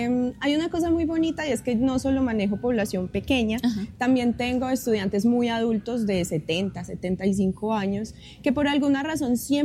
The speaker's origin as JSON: {"language": "Spanish", "town": "Pereira", "region": "Risaralda", "country": "Colombia", "also_born_or_lived": "Manizales", "moved": "as an adult", "lives_now": "Santa Rosa de Cabal, Colombia", "said": "Yo no soy de Santa Rosa, yo soy pereirana"}